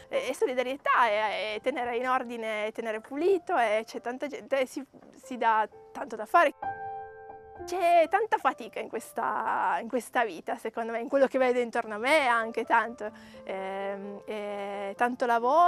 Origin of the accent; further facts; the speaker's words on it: Ivrea, Piedmont, Italy; moved away as an adult; now in Traversella, Italy; sono nata e cresciuta a Ivrea e adesso vivo in Valchiusella, tra Valchiusa e Traversella, questa è la mia casa.